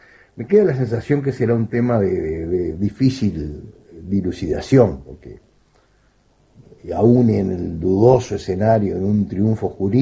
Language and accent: Spanish; Uruguay; a mí como abogado uruguayo retirado